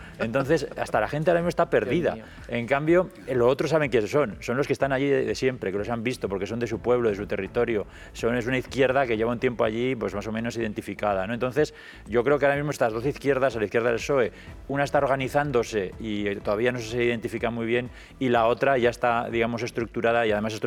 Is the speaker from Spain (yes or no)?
yes; Andalusia, Spain; De tal forma que yo soy trabajador andaluz, como él decía, no soy trabajador catalán.